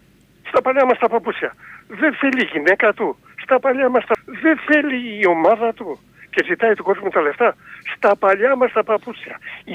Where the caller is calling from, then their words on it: Attica, Greece; Καλησπέρα … από τα Βόρεια Προάστια.